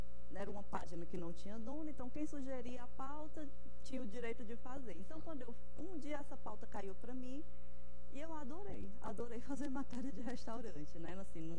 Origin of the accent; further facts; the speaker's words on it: Fortaleza, Ceará, Brazil; Eu nasci no Conjunto Ceará, mas cresci na Maraponga.